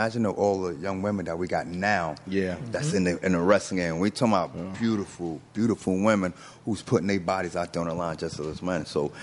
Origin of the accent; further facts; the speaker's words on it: New York, United States; You know, and I grew up in the five boroughs. Like I said, I grew up in Queensbridge, you know, and Queensbridge is one of the largest housing projects in the world.